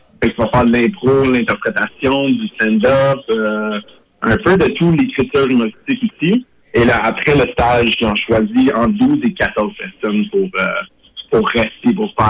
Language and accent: French; Quebec, Canada; moved away; je viens de l'Outaouais.